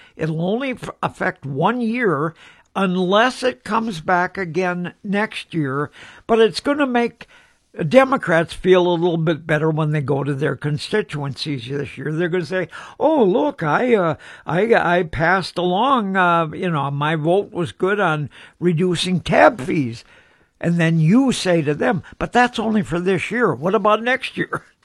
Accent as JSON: {"language": "English", "region": "North Dakota", "country": "United States", "tie": "born there", "also_born_or_lived": "northern Minnesota", "moved": "yes", "said": "I grew up in North Dakota originally and then in northern Minnesota"}